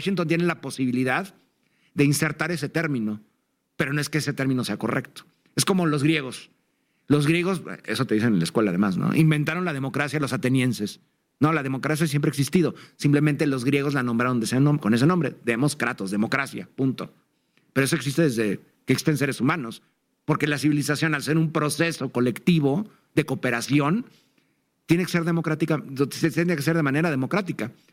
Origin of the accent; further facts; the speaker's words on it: Mexico; Yo como mexicano, pues puedo entender que yo no creo que México es excepcional en muchas cosas